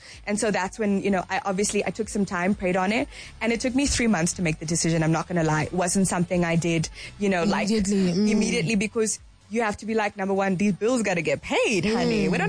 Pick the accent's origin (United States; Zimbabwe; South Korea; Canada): Zimbabwe; as a woman of color growing up in Zimbabwe, you're taught this is the box and this is the space that you can occupy.